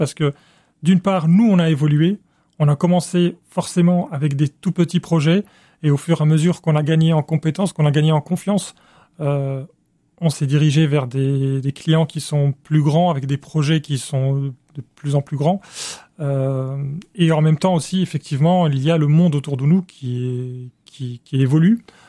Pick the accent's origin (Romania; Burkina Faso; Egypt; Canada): Egypt; Cairo, Cairo Governorate; born or raised there; now in Limoges, France